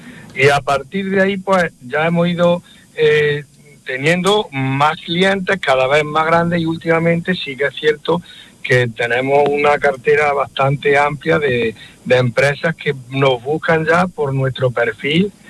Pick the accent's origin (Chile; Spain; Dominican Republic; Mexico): Spain; Porcuna, Andalusia; en mi pueblo, en Porcuna.